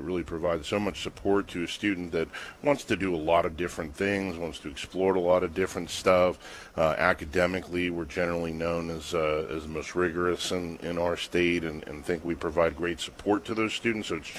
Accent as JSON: {"language": "English", "town": "Weirton", "region": "West Virginia", "country": "United States", "said": "I'm from Weirton, West Virginia"}